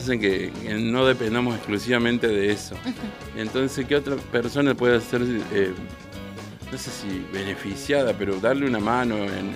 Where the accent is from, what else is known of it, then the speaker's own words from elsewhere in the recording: Argentina; Y ahora se viene el Mundial y somos más argentinos que nunca.